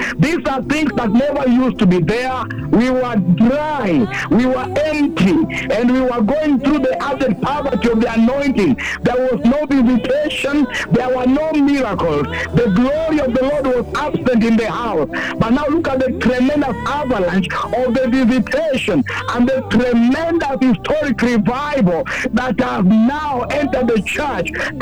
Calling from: Nairobi, Kenya; I'm calling you from Kariobangi here in Nairobi.

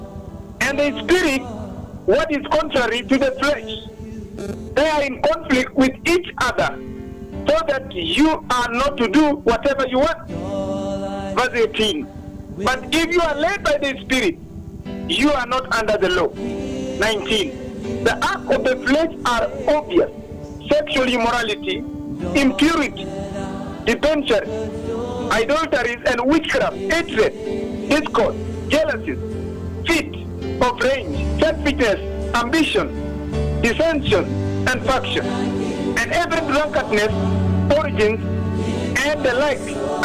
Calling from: Washington, Maine, United States; I'm calling you from Washington, Maine also.

